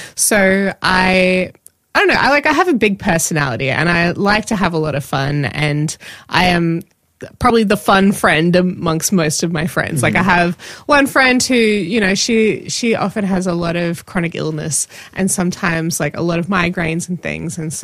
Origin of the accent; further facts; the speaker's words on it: Queensland, Australia; moved away; also born or lived in Melbourne; I'm a Queenslander, I need the warm sunshine.